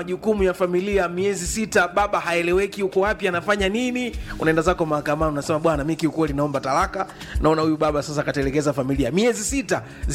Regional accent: Kipera, Iringa, Tanzania; natoka Iringa kijijini, kijiji cha Kipera kata ya Nzihi.

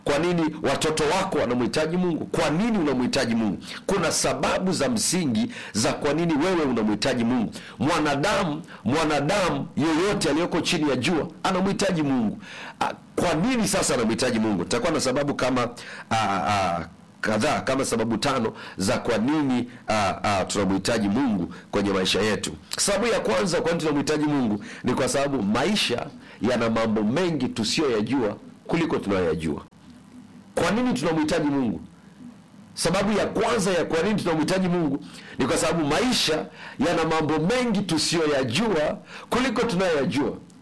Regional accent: Kiteto, Manyara, Tanzania; Natoka wilaya ya Kiteto mkoa wa Manyara.

